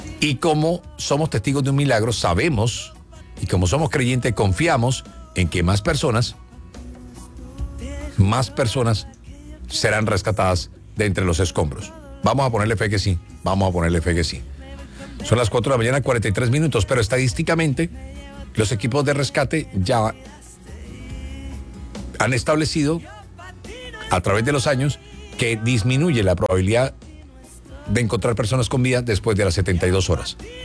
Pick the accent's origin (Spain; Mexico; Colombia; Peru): Colombia; El deporte se ha solidarizado de manera importante, demostrando que esos somos los colombianos.